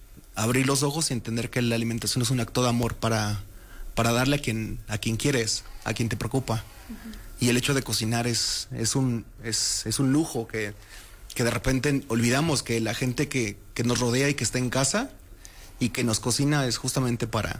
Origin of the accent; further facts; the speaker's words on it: Ayutla de los Libres, Guerrero, Mexico; Soy del estado de Guerrero.